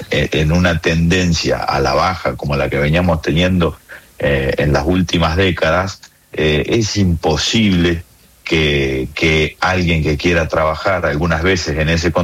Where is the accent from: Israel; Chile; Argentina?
Argentina; Y no, no me gustaría como argentino